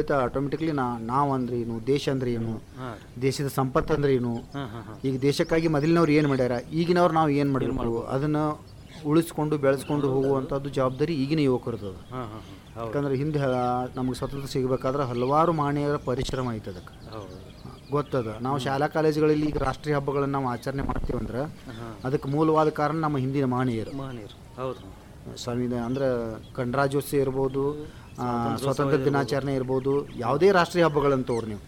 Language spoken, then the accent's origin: Kannada; Karnataka, India; ನಾವು ಮೊದಲು ಕನ್ನಡಿಗರು, ನಂತರ ಭಾರತೀಯರಲ್ಲಿ, ಆದ್ರೆ ನಾವು ಭಾರತೀಯರು ಆದರಣೆ ಕರ್ನಾಟಕದವರು.